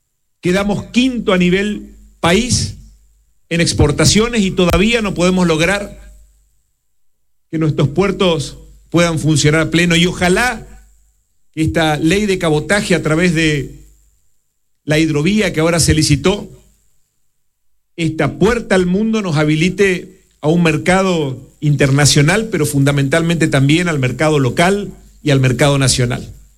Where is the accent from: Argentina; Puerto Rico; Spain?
Argentina; Chaco; somos más los chaqueños que queremos emprender, que somos más los chaqueños que queremos una provincia que genere sus propios recursos.